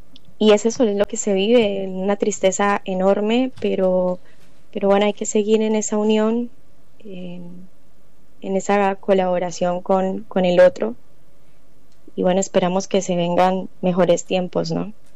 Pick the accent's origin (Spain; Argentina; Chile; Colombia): Colombia; a nosotros nos ha sorprendido como colombianos